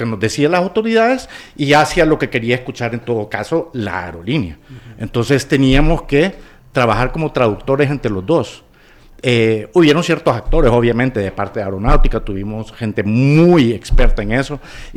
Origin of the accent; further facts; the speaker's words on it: Honduras; realmente somos hondureños trabajando para líneas aéreas internacionales.